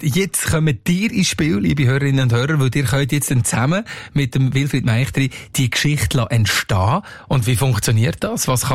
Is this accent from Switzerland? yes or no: yes; Valais, Switzerland; Jetzt kommen wir beide aus dem Wallis